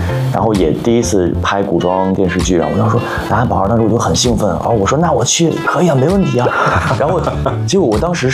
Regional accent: Pingdingshan, Henan, China; moved away; 因为我小时候我老家在河南平顶山，其实就是个煤城。

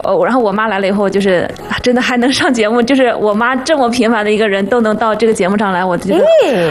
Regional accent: Henan, China; 我们河南人可能主要吃面食

